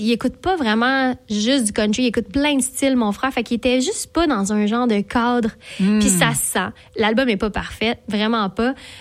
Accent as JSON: {"language": "French", "town": "Saint-Ignace-de-Loyola", "region": "Quebec", "country": "Canada", "said": "Je viens de Saint-Ignace de Loyola quand même."}